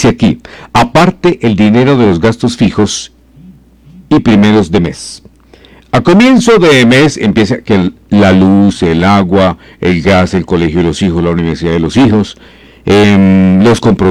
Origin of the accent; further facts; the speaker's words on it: Boyacá, Colombia; como buen boyacenses que somos